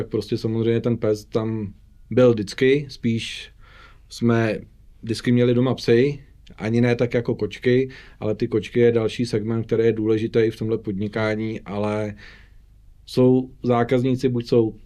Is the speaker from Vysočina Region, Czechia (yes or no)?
no; Central Bohemian Region, Czechia; Ano, přesně tak, prostě já jsem asi čtvrtá generace, která v té vesnici už jako žije